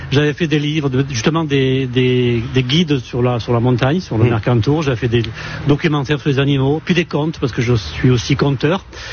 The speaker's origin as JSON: {"language": "French", "town": "Beausoleil", "region": "Provence-Alpes-Côte d'Azur", "country": "France", "tie": "born or raised there", "said": "je suis originaire de Beausoleil"}